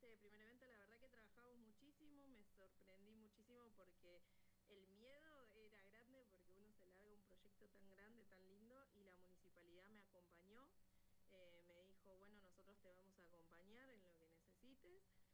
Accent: Aluminé, Neuquén, Argentina; porque yo soy de Aluminé.

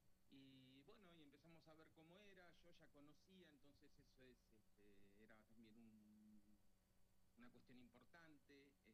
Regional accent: General Roca, Río Negro, Argentina; moved away as an adult; also born or lived in Lomas de Zamora, Buenos Aires / Italy / Neuquén / Zapala; yo me crié en Roca. Viví ahí hasta los 29 años, que me vine a vivir a Italia durante 5 años, y después volví a Neuquén

